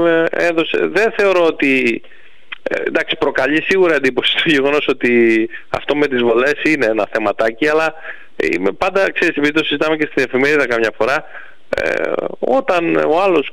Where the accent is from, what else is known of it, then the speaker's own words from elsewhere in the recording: Greece; ως Έλληνες